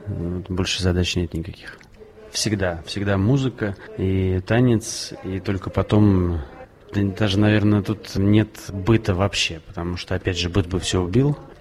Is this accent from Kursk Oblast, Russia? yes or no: no; Saint Petersburg, Russia; Я вырос здесь, на Пушкинской улице, рядом с музеем